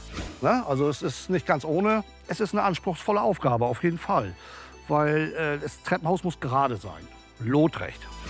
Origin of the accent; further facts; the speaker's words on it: East Germany, Germany; Ich bin waschechter Ossi, ich bin da geboren.